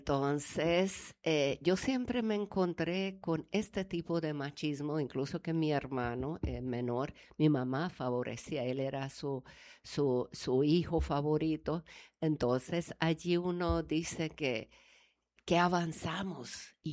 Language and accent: Spanish; Hungary; moved away as an adult; also born or lived in Budapest, Hungary; now in Cartagena, Colombia; Yo vengo de Hungría, yo vengo de un pueblito, después estudié bachillerato en la capital y después tuve oportunidad de estudiar en la Universidad Nacional de Hungría.